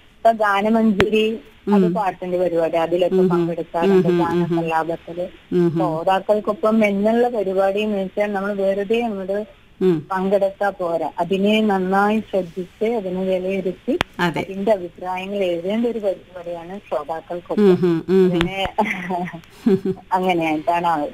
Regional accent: Payyanur, Kerala, India; moved away as an adult; now in Kadavallur, India; എന്റെ നാട് കണ്ണൂരാണ്.

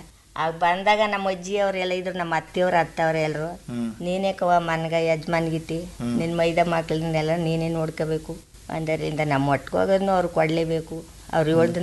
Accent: Karnataka, India; ನಮ್ಮ ಹುಟ್ಟೂರು ಟಿ ನರಸೀಪುರ ತಾಲೂಕು ತಲಕಾಡು ಹೋಬಳಿ ಎಂಗೆ ಗ್ರಾಮ.

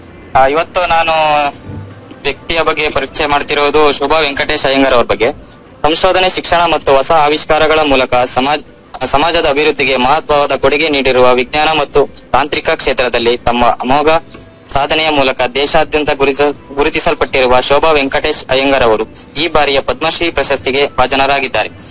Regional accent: Tarikere, Karnataka, India; ನಮ್ದು ಇಲ್ಲೇ ತರೀಕೆರೆ

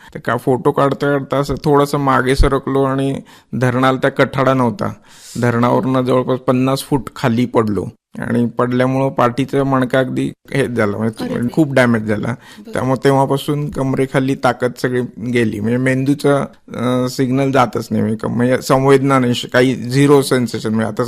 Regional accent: Satara, Maharashtra, India; मी मूळचा साताऱ्याचा आहे. साताऱ्याला इंजिनिअरिंग करत होतो. म्हणजे कर्मवीर भाऊराव पाटील कॉलेज आहे साताऱ्यात.

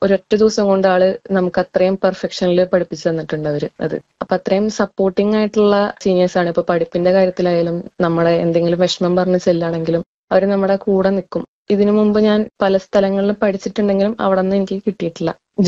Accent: Thrissur, Kerala, India; ഞാൻ കണ്ണൂർ സർവകലാശാലയുടെ സ്വാമി Anandatheertha ക്യാമ്പസിലെ MA music 1st വർഷ വിദ്യാർത്ഥിനിയാണ്. എന്റെ സ്വന്തം നാട് തൃശ്ശൂരാണ്.

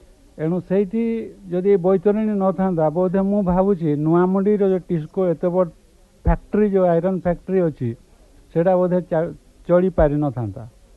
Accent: Nayakrishnapur, Odisha, India; ଆମ ଗାଁ ହେଉଛି ନୟାକୃଷ୍ଣପୁର, ଯେଉଁଟା ବିହାର ବର୍ଡ଼ର

